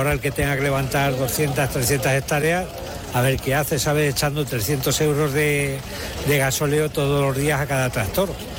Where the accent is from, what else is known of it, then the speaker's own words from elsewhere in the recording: Madridejos, Castilla-La Mancha, Spain; Venimos de Madridejos.